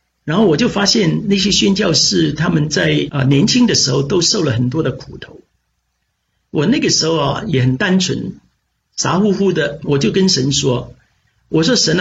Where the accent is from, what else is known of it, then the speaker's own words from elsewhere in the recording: Hong Kong; moved away as an adult; also born or lived in Philippines; 我在香港长大，我一直都没有离开过香港。